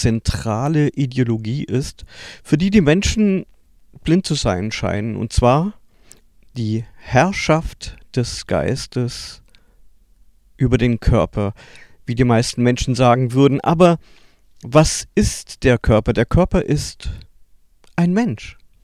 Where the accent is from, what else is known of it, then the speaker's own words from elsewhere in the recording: Baden-Württemberg, Germany; born there; Ich bin ein Kind von Mitte der 60er Jahre, geboren in Westdeutschland im Schwarzwald, gar nicht allzu lange nach der Zeit des NS-Regimes, 20 Jahre später.